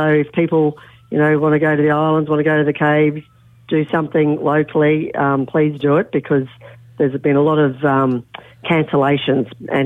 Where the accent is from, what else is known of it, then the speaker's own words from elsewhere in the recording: Queensland, Australia; I don't think traditional pizza doesn't have pineapple on it, but anyway, we're from Queensland.